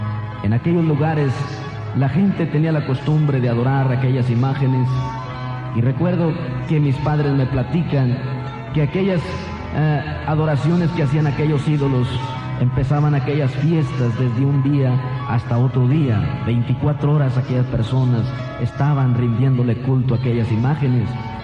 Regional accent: San Luis Potosí, Mexico; Yo soy originario del estado de San Luis Potosí, en México, nacido a 17 kilómetros de la ciudad de Matehuala, San Luis Potosí. Allí fue donde yo nací.

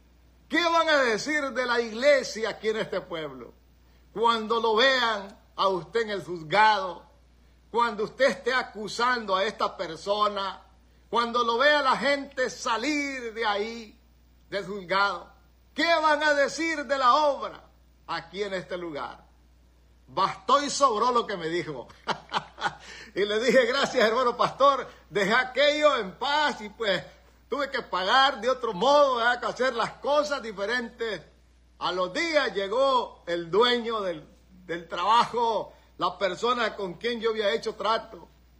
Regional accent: El Salvador; moved away as an adult

